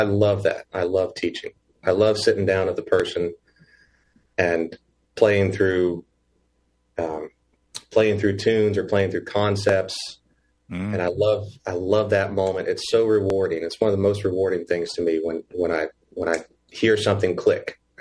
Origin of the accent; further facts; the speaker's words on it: Canton, North Carolina, United States; also born or lived in Florida / Nashville; in my hometown, Canton.